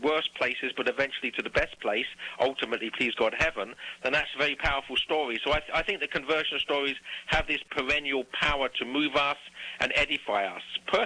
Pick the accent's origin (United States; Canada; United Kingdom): United Kingdom; England; born there; I was born in England.